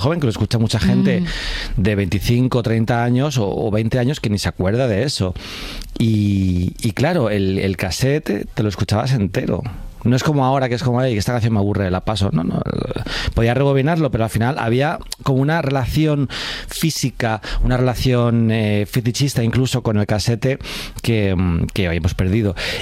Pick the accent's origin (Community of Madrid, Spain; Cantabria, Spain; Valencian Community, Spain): Community of Madrid, Spain; Alcorcón; Cuando me decían, ¿tú de dónde eres? Yo decía, Alcorcón.